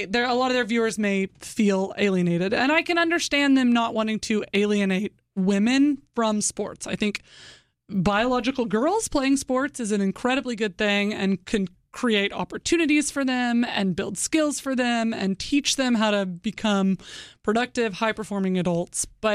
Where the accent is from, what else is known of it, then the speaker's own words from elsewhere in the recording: Oklahoma City, Oklahoma, United States; I know him as Enes Kanter from his days playing with the Oklahoma City Thunder in my hometown.